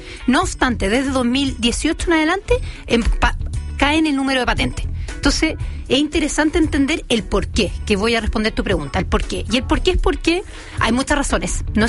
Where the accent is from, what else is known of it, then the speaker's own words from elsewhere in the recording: Chile; also born or lived in Europe; es un activo gigante que tenemos como chileno.